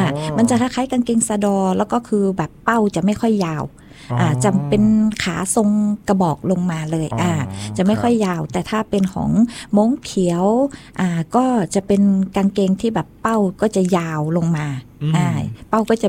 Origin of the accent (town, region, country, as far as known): Nan, Thailand; born or raised there